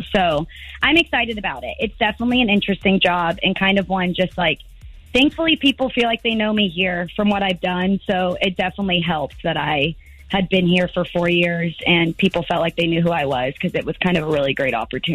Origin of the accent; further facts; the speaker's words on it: Texas, United States; now in St. Louis, United States; I'm from Texas.